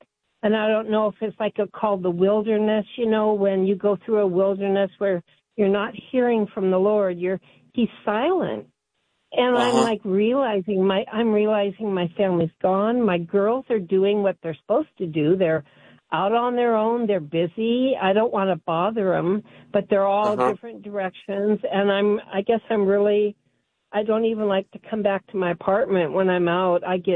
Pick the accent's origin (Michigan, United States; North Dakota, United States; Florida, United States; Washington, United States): Washington, United States; Seattle; I'm 71 years old. I was raised in Seattle, and I was part of we had a Jesus movement way back when I was 16 up here in Seattle